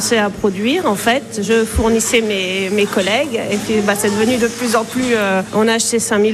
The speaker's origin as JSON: {"language": "French", "town": "Mauvages", "region": "Grand Est", "country": "France", "tie": "born there", "said": "À Mauvage, à 8 km."}